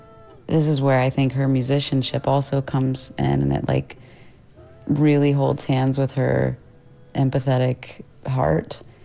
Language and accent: English; Meridian, Mississippi, United States; this is a song I could have used when I was growing up in Meridian, Mississippi.